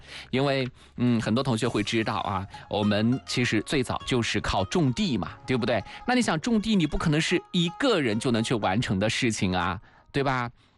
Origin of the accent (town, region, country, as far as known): China